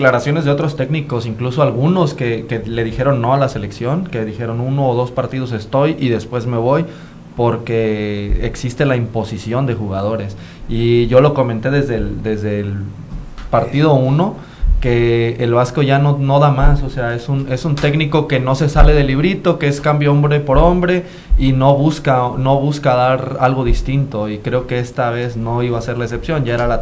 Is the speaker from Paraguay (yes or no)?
no; Mexico; como mexicanos de que nos contagiamos de lo malo